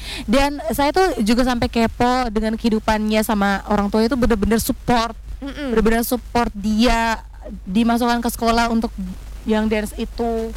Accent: Indonesia; Saya berasal dari Indonesia dan saya cinta Hong.

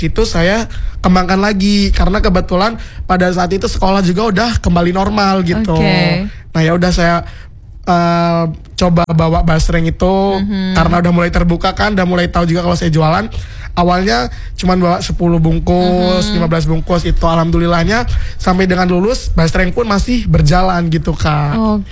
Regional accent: Lampung, Indonesia; saya ini berada di daerah yang cukup pelosok. Dimana sih? Di Kabupaten Mesuji.

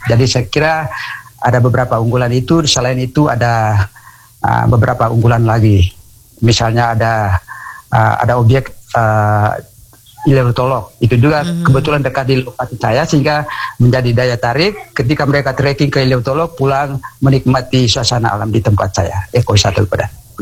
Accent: East Nusa Tenggara, Indonesia; born there; moved away as an adult; also born or lived in Maumere; saya sudah bermimpi bahwa saya bisa pulang kampung untuk bangun salah satu usaha di desa.

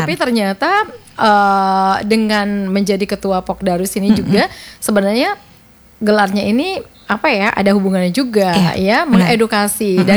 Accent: West Nusa Tenggara, Indonesia; saya pun sebagai Sasak nih

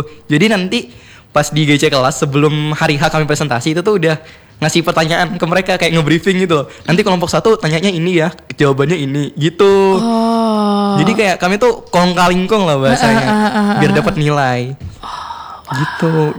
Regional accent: Jakarta, Indonesia; Untung saya orang Jakarta.

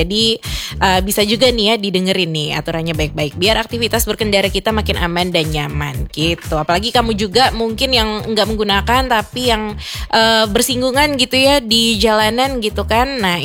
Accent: Jakarta, Indonesia; now in Manado, Indonesia; aku selalu amazed gitu ya, karena aku datang dari Jakarta gitu kan. Terus ngelihat sunset di Kota Manado nih, mantep banget.

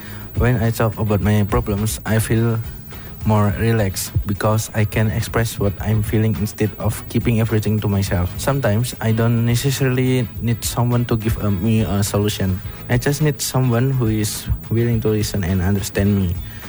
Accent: Surakarta, Central Java, Indonesia; English is a second language; Hello teman Pro 2 … I'm from Surakarta.

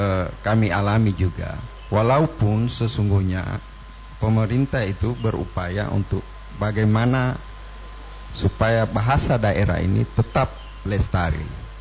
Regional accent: Batudaa, Gorontalo, Indonesia; saya dari Batu Daa sebelumnya, orang tua saya di Batu Daa, dan saya sekolah di SMA 1.

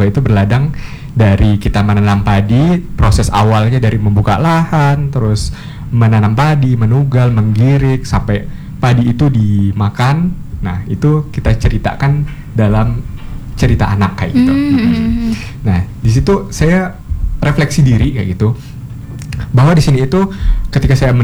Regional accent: West Kalimantan, Indonesia; born there; Saya sebagai anak daerah ini

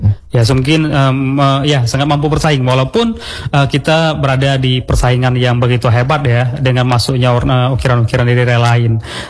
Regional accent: Aceh, Indonesia; Masa rumah saya enggak, saya orang Aceh, masa rumah saya enggak mirip orang Aceh gitu ya.

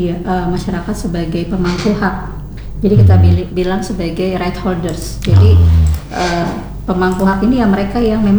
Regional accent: Sulawesi, Indonesia; Dari Sulawesi.

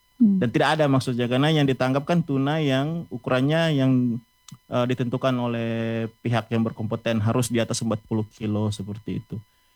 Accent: Lenganeng, North Sulawesi, Indonesia; di kampung saya Lenganeng

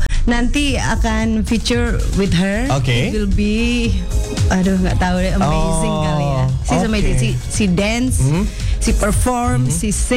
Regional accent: Batu, East Java, Indonesia; born or raised there

